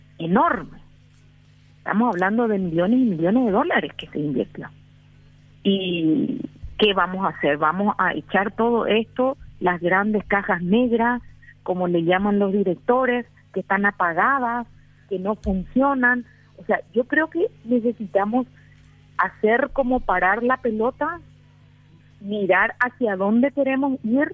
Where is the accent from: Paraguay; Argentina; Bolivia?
Paraguay